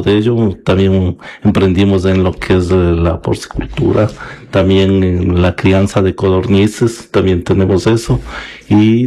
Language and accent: Spanish; Guaranda, Bolívar, Ecuador; moved away as an adult; also born or lived in Quito; now in Guaranda, Ecuador; soy del Cantón Guaranda, de la parroquia San Lorenzo, de un recinto Amapolas. Yo nací, crecí ahí y justamente salí a los 18 años de mi parroquia y me fui a Quito. Trabajé 22 años, vine a los 40 años, nuevamente regresé acá a la provincia de Bolívar, jubilado